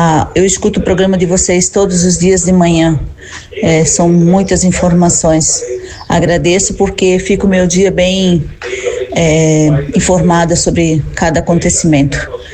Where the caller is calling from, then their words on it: Brazil; sou aqui da Água Verde